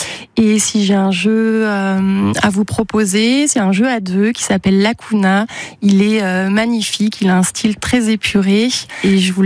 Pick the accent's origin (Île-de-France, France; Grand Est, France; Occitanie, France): Grand Est, France; Laxou; born there; now in Le Mans, France; j'ai 44 ans. Je suis née à Laxous et en Meurthe-et-Moselle, à côté de Nancy. Et j'habite le Mans depuis octobre 2006.